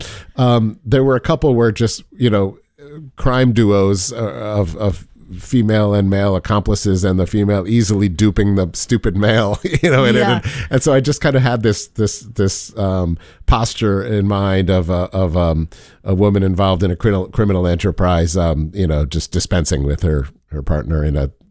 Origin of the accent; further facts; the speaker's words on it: Philadelphia, Pennsylvania, United States; moved away as an adult; also born or lived in New York City; now in Chicago, United States; Alexa and I have been in Chicago a long time. We're both from Philadelphia, but we were planning a life in New York City